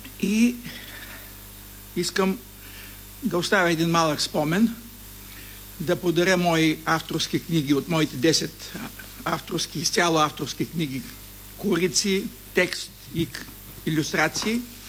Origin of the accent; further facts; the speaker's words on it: Popovo, Targovishte Province, Bulgaria; той е близо до моя роден град Попово